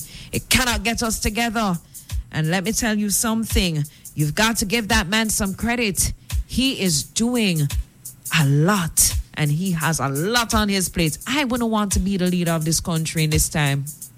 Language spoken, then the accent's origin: English; Jamaica; leading us as Jamaican people.